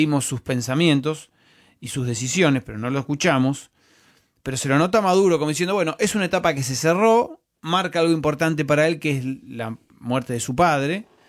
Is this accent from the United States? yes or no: no; Argentina; Porque eso también un poquito somos los argentinos, ¿no?